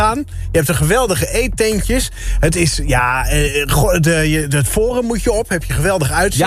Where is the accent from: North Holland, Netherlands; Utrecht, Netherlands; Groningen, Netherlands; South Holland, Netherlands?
Groningen, Netherlands; ik kom natuurlijk uit Groningen